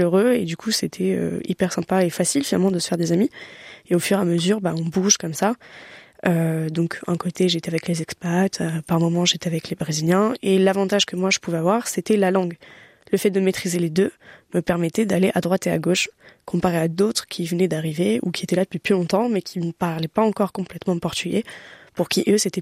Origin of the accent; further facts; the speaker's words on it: France; je débarque, je suis française, d'origine portugaise, bon ok. Mon portugais c'était un portugais de vacances